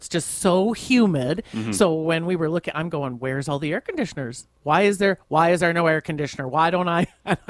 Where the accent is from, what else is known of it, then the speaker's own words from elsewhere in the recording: Winnipeg, Manitoba, Canada; moved away as an adult; now in Alberta, Canada; I'm from Winnipeg, where you wake up in the summer and your sweat is sweating.